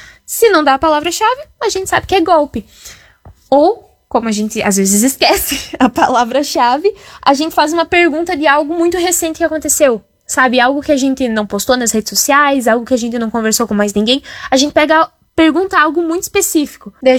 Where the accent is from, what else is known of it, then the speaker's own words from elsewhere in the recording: Rio Grande do Sul, Brazil; eu tenho 21 anos, sou do Rio Grande do Sul